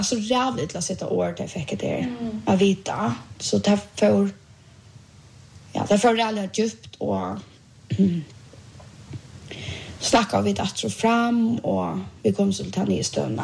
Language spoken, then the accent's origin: Swedish; Bulgaria; Swedish is a second language